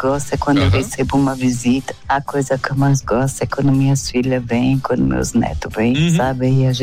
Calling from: São Paulo, Brazil; Eu falo aqui de Taipas.

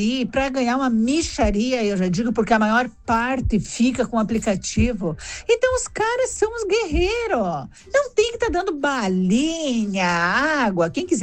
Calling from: Rio Grande do Sul, Brazil; aqui da Serra Gaúcha.

